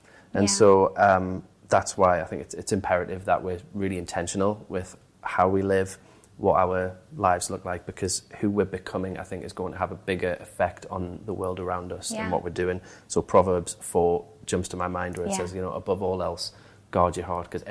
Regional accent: North East England, United Kingdom; Yeah, I mean, kind of born and bred in the Northeast.

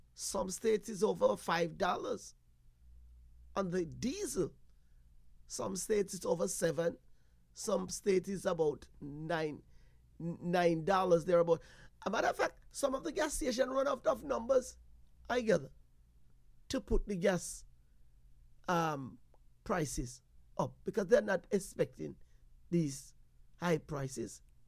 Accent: Jamaica; You know, when I was growing up in Jamaica, you know, I've always been told that diesel fuel is much cheaper than the gas.

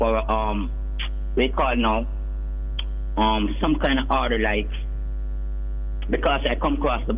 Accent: Jamaica; moved away as an adult; also born or lived in Canada; now in United States; because I leave Jamaica when I was 19. I grew up in Canada for 8 years, and then I leave and come over here, and I'm here for like 27 years now.

